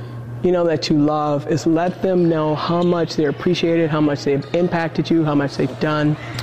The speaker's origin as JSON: {"language": "English", "town": "Minneapolis", "region": "Minnesota", "country": "United States", "tie": "born or raised there", "said": "I grew up in North Minneapolis."}